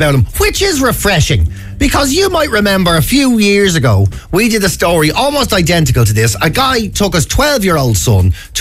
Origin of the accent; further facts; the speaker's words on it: Dublin, Leinster, Ireland; we're from Dublin